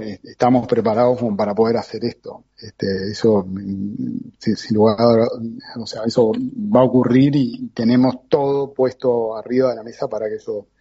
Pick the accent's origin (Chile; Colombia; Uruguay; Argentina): Uruguay